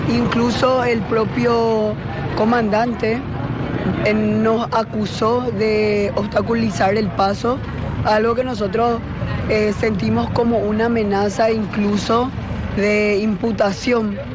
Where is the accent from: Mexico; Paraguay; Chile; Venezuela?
Paraguay; todos tendríamos lo que merecemos como paraguayos.